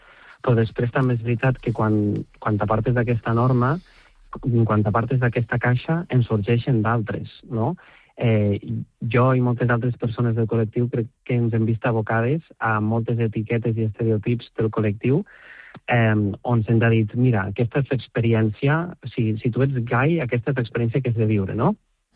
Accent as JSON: {"language": "Catalan", "region": "Catalonia", "country": "Spain", "said": "perquè jo soc de Ponent i hi ha un paisatge de Terra Baixa que em ressona molt"}